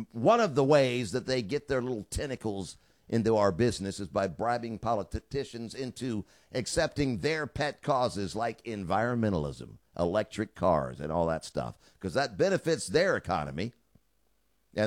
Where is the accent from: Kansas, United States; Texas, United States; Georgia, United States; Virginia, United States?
Georgia, United States; Atlanta; because he was from Georgia and I was from Atlanta, that it was a great thing, right?